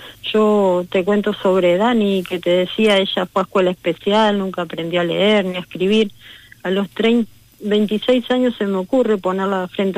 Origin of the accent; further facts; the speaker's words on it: Montevideo, Uruguay; moved away as an adult; now in Colonia del Sacramento, Uruguay; yo hace 6 años que estoy en Colonia. Soy de Montevideo.